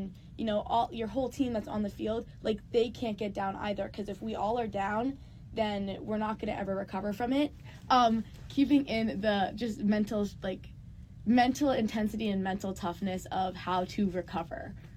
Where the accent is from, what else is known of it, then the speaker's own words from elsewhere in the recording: Massachusetts, United States; Can you tell I'm from New England? Fenway is just super fun. I've been there a lot in growing up in Massachusetts